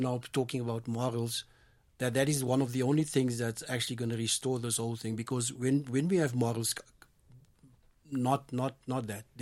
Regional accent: Johannesburg, Gauteng, South Africa; I grew up in Cheswick Flats, opposite the high school in Coronationville, at the flats.

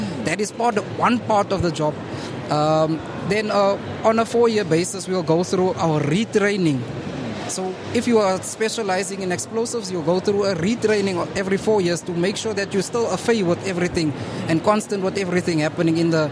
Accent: Bloemfontein, Free State, South Africa; moved away as an adult; as a person that comes from the inland, I'm from Bloemfontein originally.

